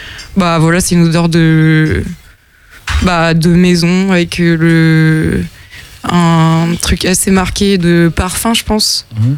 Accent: Imphy, Bourgogne-Franche-Comté, France; moved away as an adult; also born or lived in Lyon; now in Finistère, France; J'ai grandi à Imphy. I-M-P-H-Y.

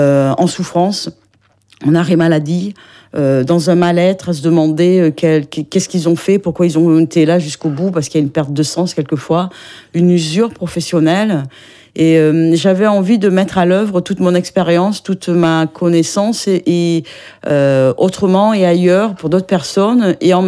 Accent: Langon, Nouvelle-Aquitaine, France; born there; moved away as an adult; also born or lived in Réunion; now in Finistère, France; Je suis du Sud-Ouest, je suis née à Langon. Et je suis partie à 22 ans, travailler 11 ans et vivre 11 années de ma vie à l'île de la Réunion.

